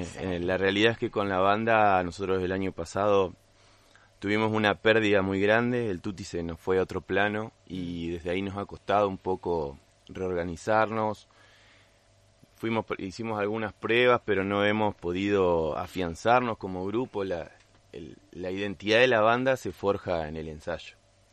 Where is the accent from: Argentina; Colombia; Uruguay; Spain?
Argentina; Entre Ríos; also born or lived in Río Gallegos; aunque yo soy entrerriano por adopción.